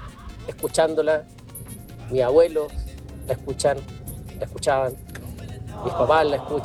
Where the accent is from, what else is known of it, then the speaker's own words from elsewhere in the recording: Quillota, Valparaíso, Chile; Yo soy oriundo de San Pedro de Quillota.